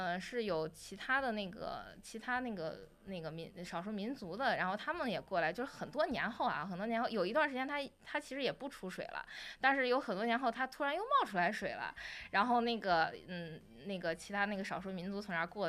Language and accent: Chinese; Xingtai, Hebei, China